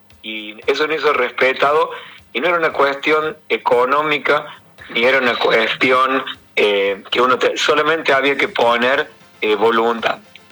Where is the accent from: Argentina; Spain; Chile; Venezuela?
Argentina; nosotros como argentinos